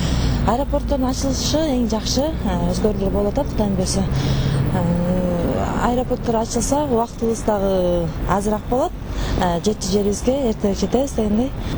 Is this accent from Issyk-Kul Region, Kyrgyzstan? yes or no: yes; Issyk-Kul Region, Kyrgyzstan; Мен өзүм Көлдөн болом.